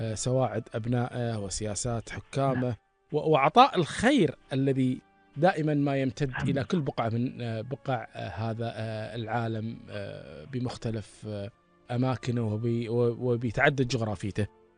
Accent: Kuwait; يعني أنا لما أطلع من الكويت أدخل السعودية، أدخل الإمارات، أدخل قطر، البحرين، عمان، ما أحس أني أنا طلعت من الكويت.

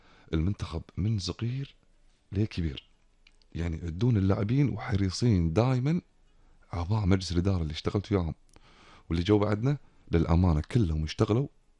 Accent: Kuwait; احنا ككويتيين

